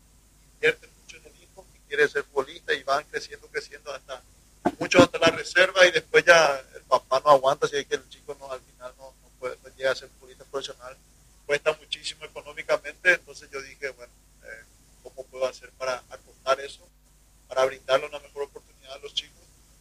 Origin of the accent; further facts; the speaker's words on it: San Martín, Paraguay; moved away; yo vengo de San Martín, un pueblito